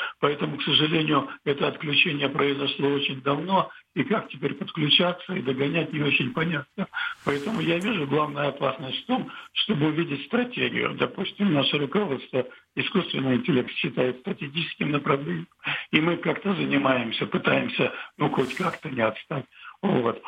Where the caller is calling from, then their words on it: Vladivostok, Primorsky Krai, Russia; из Владивостока, столица Приморского края.